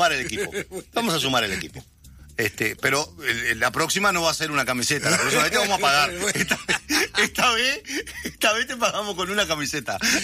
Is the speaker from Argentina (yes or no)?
no; Rosario, Colonia, Uruguay; born there; Rosario, que es la ciudad donde yo nací